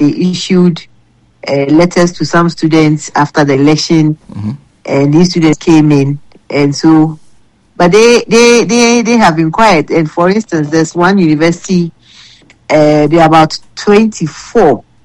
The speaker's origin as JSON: {"language": "English", "country": "Ghana", "moved": "as an adult", "lives_now": "London, United Kingdom"}